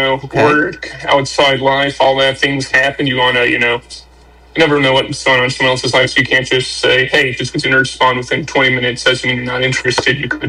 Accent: Denver, Colorado, United States; Born and raised in Colorado, south side of Denver.

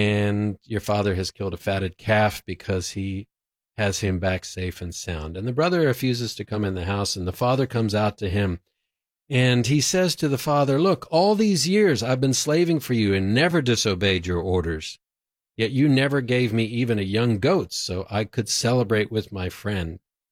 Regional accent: South Africa; also born or lived in Houston, United States; When I was growing up in South Africa, at about 7 years old, another kid on the soccer team called me a Jew boy.

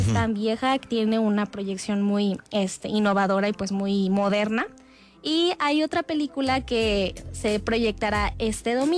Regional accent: Mexico

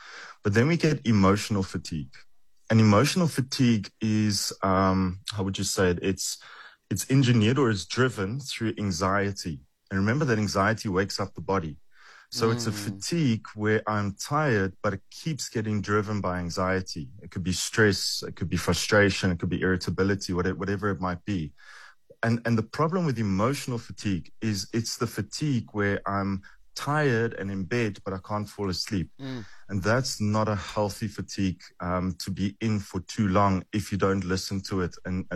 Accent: South Africa; I have the huge privilege of being a South African psychologist.

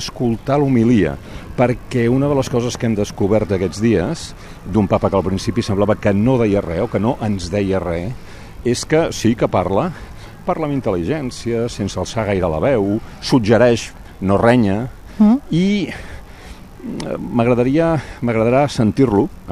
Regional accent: Barcelona, Catalonia, Spain; Jo crec, o almenys per mi com a barceloní, no sé tu què en penses

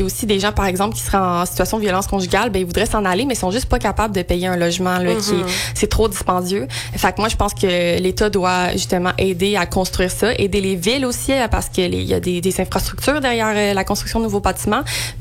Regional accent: Quebec, Canada; now in Estrie, Canada; Ben, je pense que je suis une personne un peu de plusieurs endroits. Là, moi, j'ai grandi en Montérégie, mais j'ai transféré en Estrie.

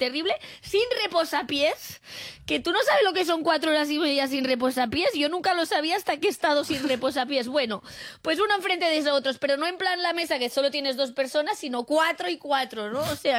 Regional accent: Catalonia, Spain

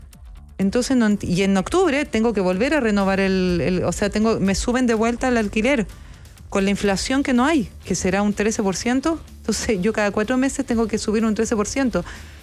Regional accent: Chile; Puede ser que yo ahí lo veo como chilena, porque yo he hablado con argentinos

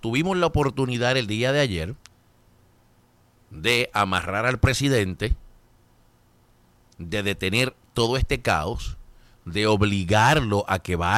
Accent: Caguas, Puerto Rico; En mi pueblo, allá en Caguas, Puerto Rico

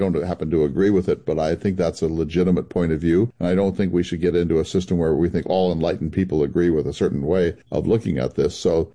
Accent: North Dakota, United States; You know, I'm from North Dakota, so the highest point here is 3,508 feet

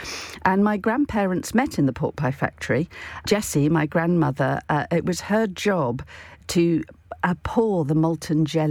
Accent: Melton Mowbray, East Midlands, United Kingdom; born there; Yes, I was born in Melton Mowbray, which is famous mostly, in fact, only, for the pork pies.

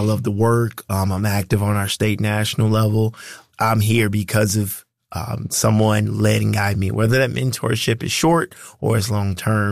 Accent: Fort Myers, Florida, United States; Fort Myers native, born and raised, Franklin Park Elementary, Dunbar Middle, Fort Myers High School. So it has been an interesting journey being here. My family, back to my great-great-grandmother, has been residents of Fort Myers, Fort Myers High grads as well.

